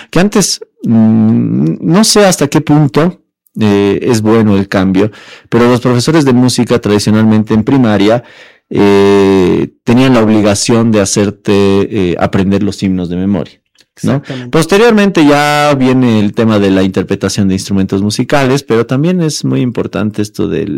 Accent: Bolivia; porque somos bolivianos

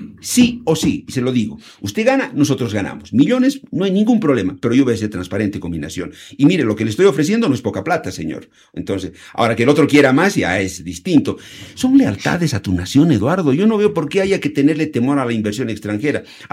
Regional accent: Bolivia

